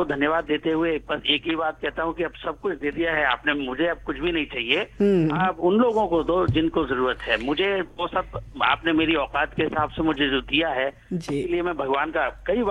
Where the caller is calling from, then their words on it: Dhar, Madhya Pradesh, India; बात कर रहा हूँ एमपी धार से।